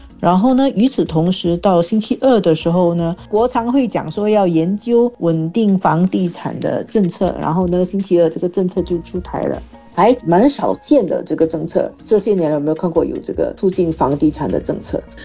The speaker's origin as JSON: {"language": "Chinese", "country": "Singapore", "said": "我们新加坡人，我们很习惯这个公积金买房，建屋发展局的房子买房的概念啊。"}